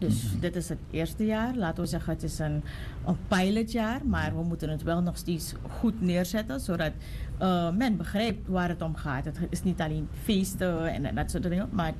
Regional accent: Suriname; now in Netherlands; ik kan Sranang Tongo praten. Of, weet je, omgekeerd, ik kan Sranang Tongo praten, dus ik ben any which way around. Maar wij in Suriname hebben wel iets

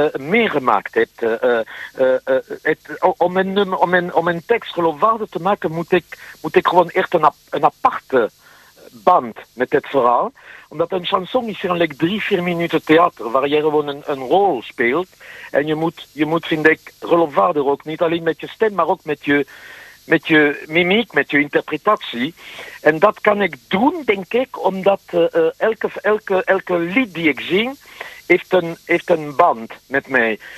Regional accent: south-west France, France; now in Amsterdam, Netherlands; Ik kom zelf uit Zuidwest-Frankrijk. Ik kom uit het platteland. Niet echt een berggebied, maar gewoon aan de voet van de Pyrenee.

